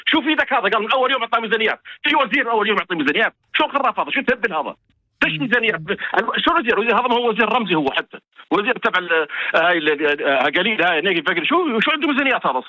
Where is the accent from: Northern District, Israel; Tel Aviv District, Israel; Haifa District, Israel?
Northern District, Israel; Shibli–Umm al-Ghanam; عندنا في البلد، في البلد في الشبل كم دار حط عليه الملصقات للهدم؟ كم دار صار هذا في الوسط العربي؟ إحنا قرية بدوية عربية جزء يتجزأ من الوسط العربي